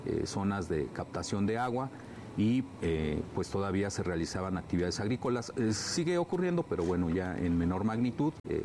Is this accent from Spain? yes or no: no; Mexico City, Mexico; En la Ciudad de México yo pues soy chilango campesinista